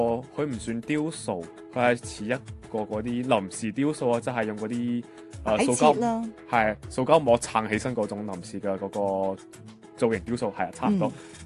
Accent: Macau; 我是嚟自中国澳门的

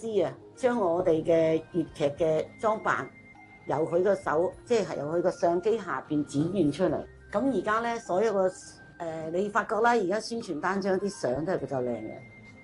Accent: Macau; 我咧就係、是、澳門啦，土生土長嘅，咁但係咧就係、是、我係佛山人。

